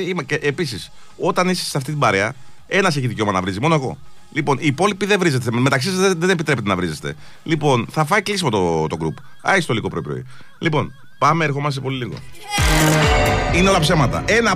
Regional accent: Aigio, Western Greece, Greece; στο χωριό μου, στο Αίγιο.

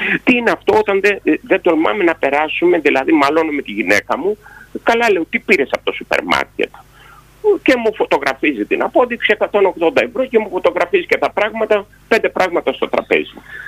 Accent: Central Greece, Greece; εγώ, επειδή είμαι Ρουμελιώτης και είμαστε δωρείς εμείς, έτσι.

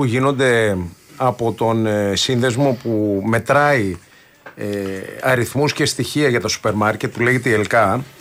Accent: Athens, Attica, Greece; Από την Κέρκυρα, αλλά έχω γεννηθεί στην Αθήνα, έχω μεγαλώσει εδώ.

